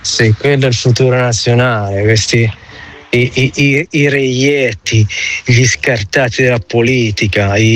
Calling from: Massa, Tuscany, Italy; da Massa.

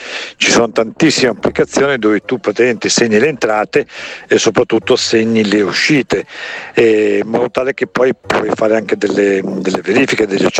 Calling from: Vigevano, Lombardy, Italy; da Vigevano.

